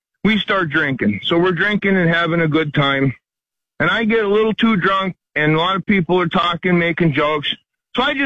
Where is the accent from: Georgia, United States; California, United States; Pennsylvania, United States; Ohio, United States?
Pennsylvania, United States; Wilkes-Barre; I'm from Wilkes-Barre, Scranton, awesome.